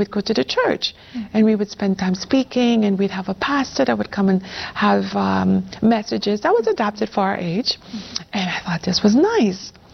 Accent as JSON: {"language": "English", "country": "Trinidad & Tobago", "tie": "born there", "said": "Well, I was born in Trinidad and Tobago, Trinidad to be exact, because, you know, it's a twin island state. And my parents, my mom grew up very Catholic and my dad very Episcopalian."}